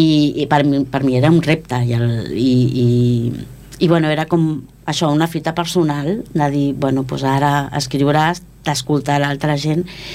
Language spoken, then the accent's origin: Catalan; Esplugues de Llobregat, Catalonia, Spain; l'Agos i jo sí que perquè som d'Esplugues